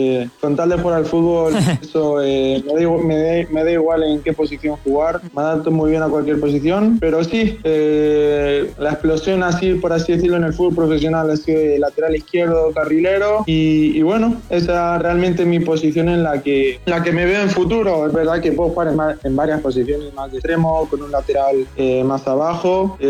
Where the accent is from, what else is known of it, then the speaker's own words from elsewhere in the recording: Torrevieja, Valencian Community, Spain; Ellos se vinieron, si no recuerdo mal, uno o dos años antes de que yo naciera. Se vinieron para España y nací acá. Y bueno, como mis padres se buscaron el trabajo acá en España y ahí caí yo. Y nada, y me crié acá en Torrevieja.